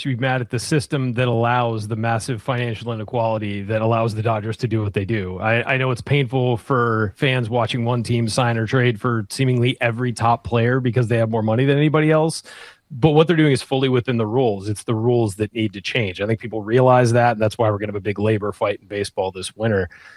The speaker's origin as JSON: {"language": "English", "town": "San Diego", "region": "California", "country": "United States", "tie": "born or raised there", "said": "my hometown Padres"}